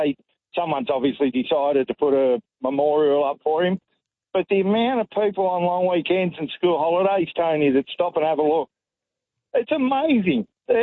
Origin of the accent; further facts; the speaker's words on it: South Gippsland, Victoria, Australia; I was brought up in South Gippsland, but not Leongatha. I've never lived anywhere near there, but now I'm married and a lovely lady got a house down here.